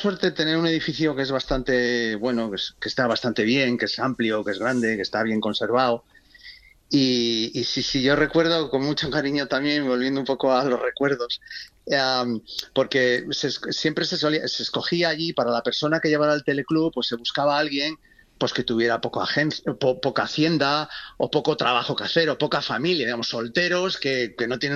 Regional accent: Spain

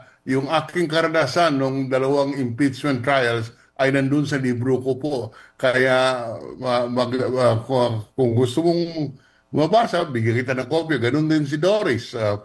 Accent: San Juan, Metro Manila, Philippines; Ako po ay taga San Juan.

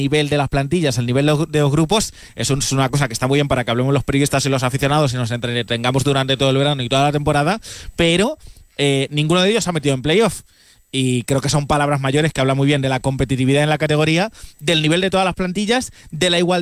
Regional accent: Toledo, Castilla-La Mancha, Spain; siempre presumo que soy de Toledo y muy del Club Deportivo Toledo

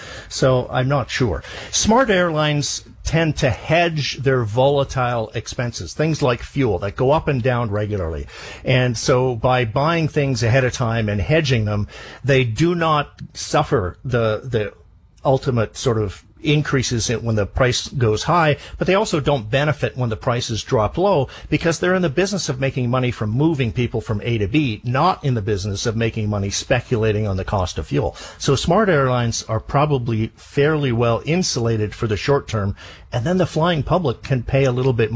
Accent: British Columbia, Canada; I grew up in British Columbia. It was quite clear to me then that very few benefits ever made it over the Rocky Mountains into British Columbia from the big money pot in Ottawa.

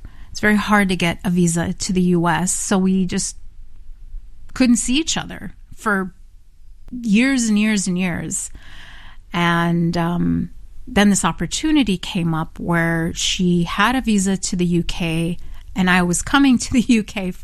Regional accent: United States; I'm from America and I'm just visiting for a few days.

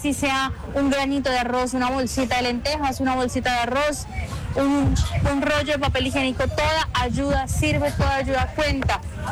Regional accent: Colombia; la unión del bonito corazón que todos como colombianos tenemos para ayudar a todas estas familias

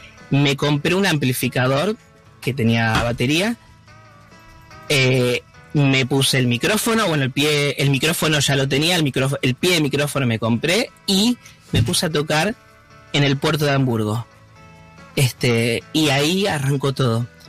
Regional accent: San Miguel, Buenos Aires Province, Argentina; born there; moved away; also born or lived in Hurlingham; Yo nací en San Miguel.

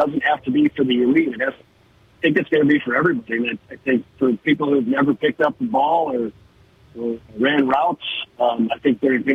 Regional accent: Custer, South Dakota, United States; as a West River guy growing up in Custer

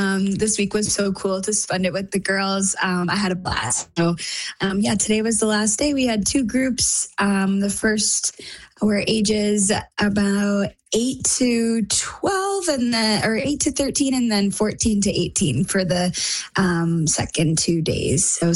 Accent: Burlington, Ontario, Canada; growing up in Burlington, Ontario

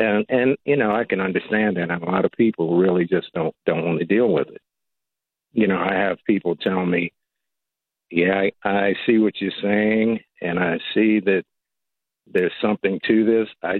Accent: Washington, District of Columbia, United States; I grew up in the Washington, D.C. area.

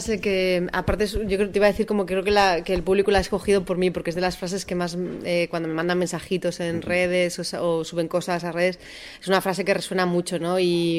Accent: Basque Country, Spain; es yo soy del País Vasco y es como vasco, y sí que hay una cosa, yo creo, como vasca o muy del norte

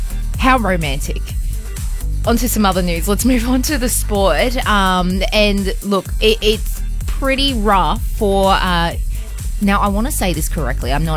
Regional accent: Australia; I'm half African American. So there is a little bit of a cultural connection there, but I'm Australian.

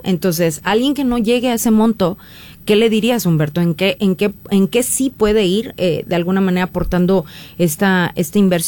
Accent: Mexico; como mexicanos, no tenemos una educación financiera

